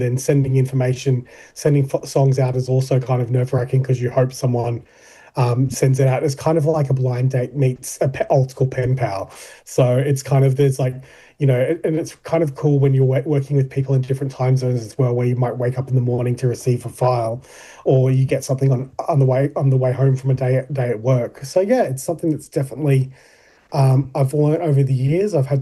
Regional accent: Queensland, Australia; born there; considering this interview we're doing in Brisbane, my home state

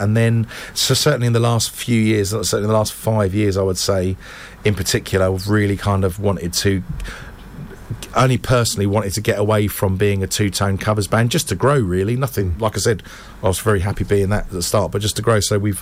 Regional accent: London, United Kingdom; it was multicultural London. So there was Jamaican kids and Spanish kids. And so we're Irish Catholics.

